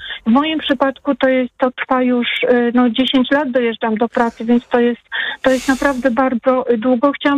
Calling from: Łódź, Łódź Voivodeship, Poland; mieszkam w Łodzi, dojeżdżam do pracy do Warszawy.

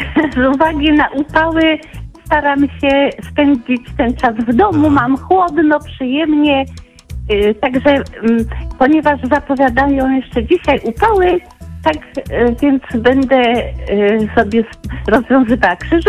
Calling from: Silesian Voivodeship, Poland; Pychy, na Śląsku

